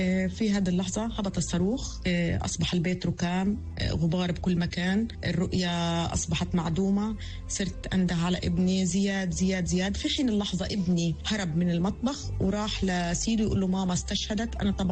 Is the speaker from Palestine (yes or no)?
yes; Gaza, Gaza Strip, Palestine; إحنا فعليا أهل غزة